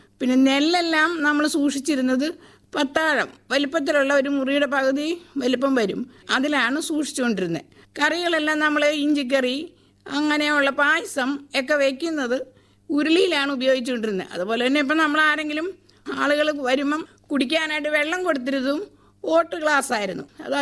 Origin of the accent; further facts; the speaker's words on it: Ernakulam, Kerala, India; moved away as an adult; now in Kuruppanthara, India; എന്റെ സ്വന്തം സ്ഥലം എറണാകുളമാണ്. അവിടെയാണ് ജനിച്ചു വളർന്നത്. എന്നെ കല്യാണം കഴിച്ചു കൊണ്ടുനിൽക്കുന്നതാണ് കുറുപ്പന്തറ.